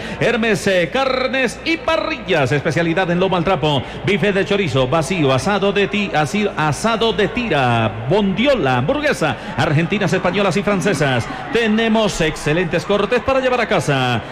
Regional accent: Meta, Colombia; frente al equipo de mi tierra, el equipo de Llaneros

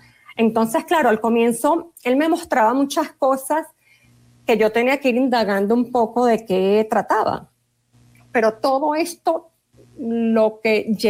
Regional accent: Venezuela; moved away as an adult; now in Colombia; antes de venir a Colombia, yo soy venezolana, pero ya tengo 16 años viviendo acá.

